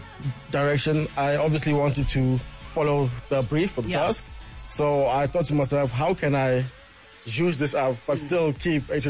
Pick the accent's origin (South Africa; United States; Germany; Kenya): South Africa; born there; I think that's a lot of us as young South African kids.